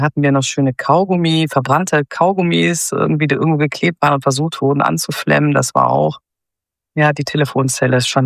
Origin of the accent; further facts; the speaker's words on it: Eifel, Germany; now in Cologne, Germany; Allerdings bin ich auch immer wieder zurückgekommen zur Eifel und habe jetzt wirklich in meinem Heimatort auch ein kleines Theater